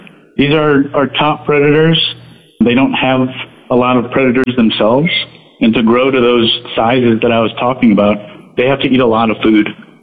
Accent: Michigan, United States; now in Florida, United States; You know, I grew up in Michigan, which isn't quite Alaska, but it still has, you know, some pretty cold winters.

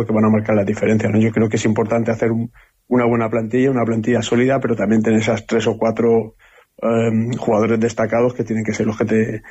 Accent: Elche, Valencian Community, Spain; Yo soy de Elche, ¿no? No soy de Aragón

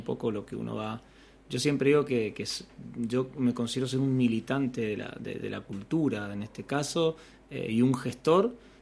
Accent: Mendoza, Argentina; soy mendocino

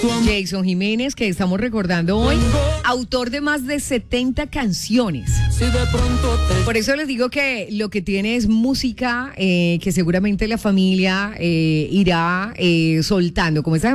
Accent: Manzanares, Caldas, Colombia; Lo digo con orgullo, paisano de mi tierra, Manzanares.

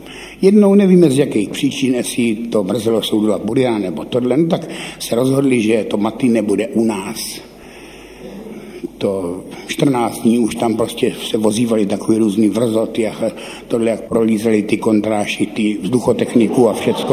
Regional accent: Ivančice, South Moravian Region, Czechia; U nás v Ivančících se nic takového nevyskytovalo.

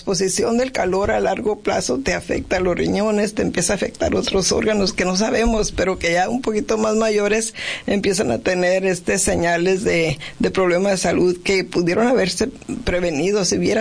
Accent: Yuma, Arizona, United States; anteriormente hasta nos enorgullecíamos de decir, ay, soy de Yuma y yo aguanto todo

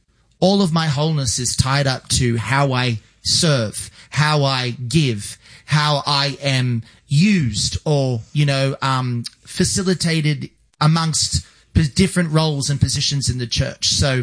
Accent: Australia; or as I would say as an Australian, not to bag or to put a slight or a judgment on anything

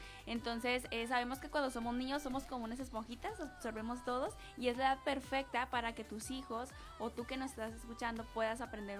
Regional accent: Culiacán, Sinaloa, Mexico; Y a nosotros nos pasó muchísimo cuando llegamos de Culiacán, pues como que de repente no le entendemos muy bien el acento, o viceversa, no sabían qué decíamos nosotros y sigue siendo español.

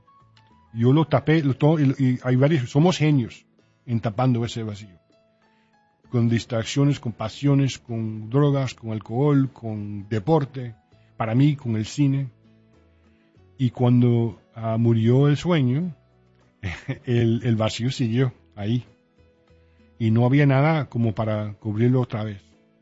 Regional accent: Detroit, Michigan, United States; born there; Nací en Detroit, Michigan. Mi padre era dominicano, mi madre costarricense. Los dos eran doctores. Se conocieron y casaron aquí.

